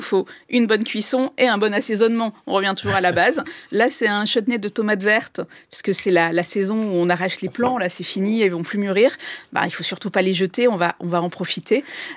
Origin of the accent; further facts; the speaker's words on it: Marseille, Provence-Alpes-Côte d'Azur, France; Je suis provençale.